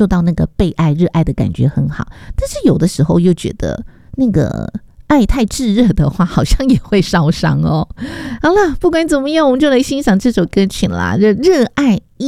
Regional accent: Taiwan; 我们台湾人真的很喜欢去日本

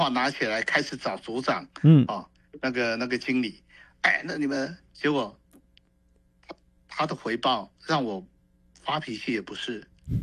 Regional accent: Taiwan

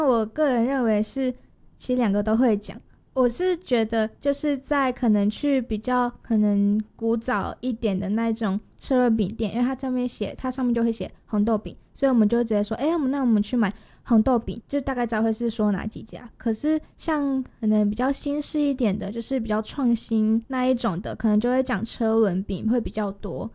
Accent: Keelung, Taiwan; ，我是北部代表。

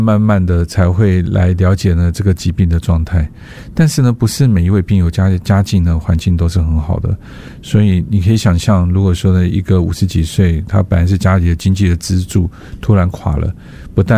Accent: Taiwan; 以我们台湾人的精神跟我们台湾人的一个个性

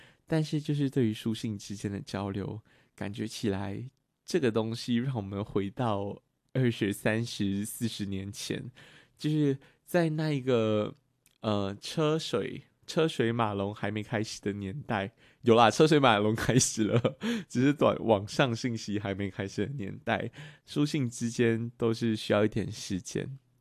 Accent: Kuala Lumpur, Malaysia; 因为我们来自吉隆坡，我应该在前面的节目也有提到，就是我们同一个高中，可能不同年级的同学，每一个人都会往不同的地方去念书啊。

